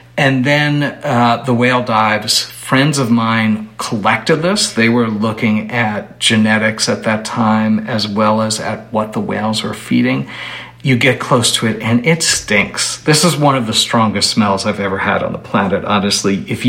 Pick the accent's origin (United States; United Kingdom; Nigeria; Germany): United States; New York City, New York; moved away; I grew up in New York City.